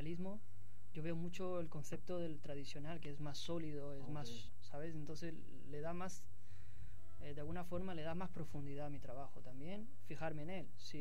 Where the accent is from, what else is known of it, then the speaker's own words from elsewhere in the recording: Spain; born there; Yo nací en España.